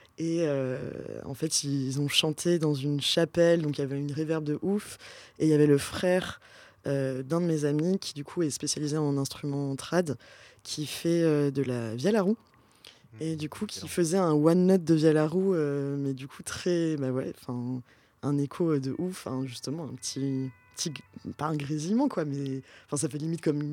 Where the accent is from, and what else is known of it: Pau, Nouvelle-Aquitaine, France